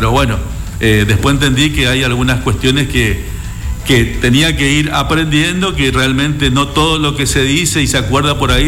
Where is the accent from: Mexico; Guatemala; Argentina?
Argentina; Resistencia, Chaco; soy del Chaco, de la ciudad de Resistencia